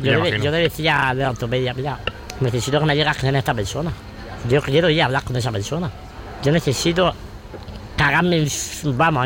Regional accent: Almería, Andalusia, Spain; porque vivo aquí. Soy de Almería.

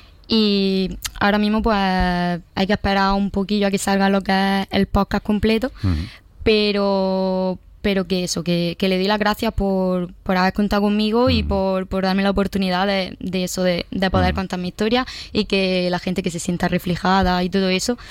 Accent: Almería, Andalusia, Spain; moved away; yo me fui de Almería, me fui a Granada, me salió trabajo en Granada, dejé todo, dejé a mi familia, dejé a mi amigo, dejé todo.

